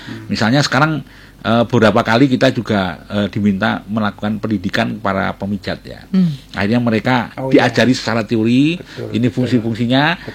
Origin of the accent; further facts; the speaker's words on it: Yogyakarta, Special Region of Yogyakarta, Indonesia; identitas budaya kita sebagai orang Jogja